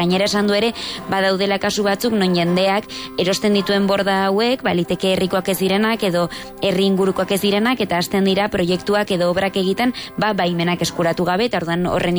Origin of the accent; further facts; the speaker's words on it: Elzaburu, Navarre, Spain; born there; nire herrian Eltzaburun